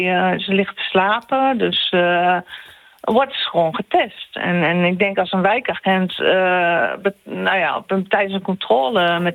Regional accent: Enschede, Overijssel, Netherlands; moved away as an adult; Ik ben, ik ben geboren en getogen in Enschede. Ik ben daar op mijn 19e weggegaan. Ik ben via heel veel plaatsen in Nederland ben ik 4 jaar geleden teruggekomen. Ik werk nu in de zorg in Almelo.

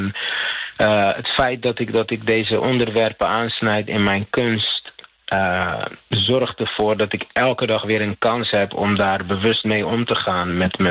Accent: Rotterdam, South Holland, Netherlands; born there; Ik ben in Rotterdam geboren. Op jonge leeftijd wel al naar Kaapverdië geweest.

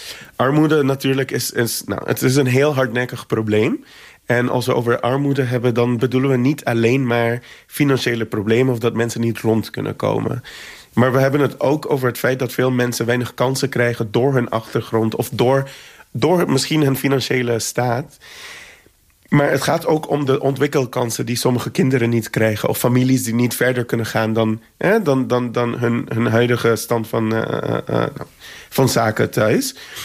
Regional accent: Aruba; voor mij als Arubaan zijnde

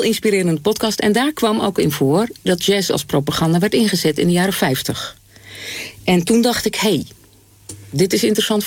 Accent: Netherlands; Hebben wij als Nederlanders ook nog mee te maken gehad.

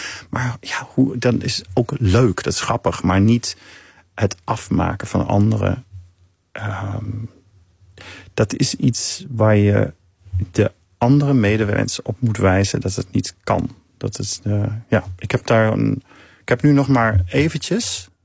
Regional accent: Germany; moved away; Nee, ik ben toch ook uit dat land.

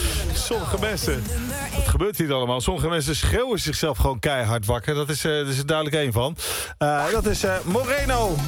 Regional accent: Gelderland, Netherlands; zoveel mensen tegengekomen uit Noord-Holland ook, die allemaal aan het genieten waren van bij ons op de Veluwe.

